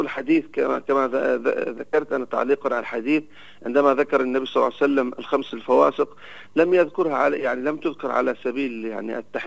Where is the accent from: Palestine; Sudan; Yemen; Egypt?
Palestine; Nablus, West Bank; حصل عندنا في نابلس